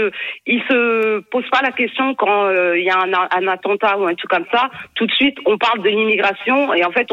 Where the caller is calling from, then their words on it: Pays de la Loire, France; Je suis en Vendée, je suis dans une petite ville.